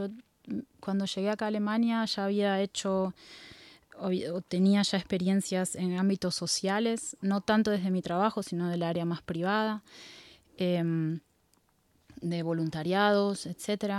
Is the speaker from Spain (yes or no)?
no; Buenos Aires Province, Argentina; born or raised there; now in Europe